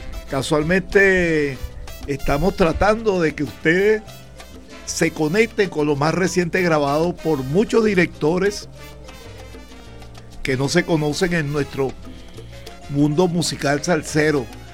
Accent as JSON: {"language": "Spanish", "town": "La Martina", "region": "Miranda", "country": "Venezuela", "tie": "born or raised there"}